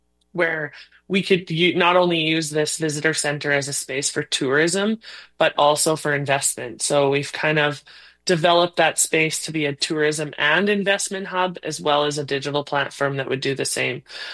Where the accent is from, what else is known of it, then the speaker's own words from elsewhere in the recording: Hazelet, Saskatchewan, Canada; I started out in my hometown of Hazelet, and I've contracted to several other communities since then.